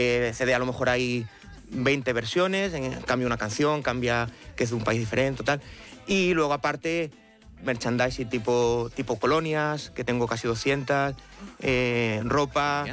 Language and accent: Spanish; Asturias, Spain; now in Madrid, Spain; Yo soy de Asturias y ahí yo tenía una habitaci